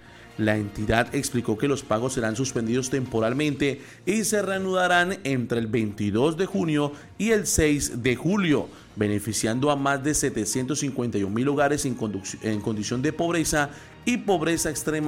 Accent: Colombia

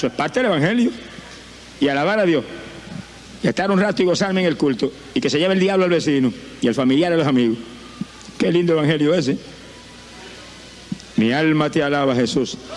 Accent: Camuy, Puerto Rico; Yo viví 35 años perdido en mi pueblo de Camuy, y nunca ningún evangélico me habló de Cristo.

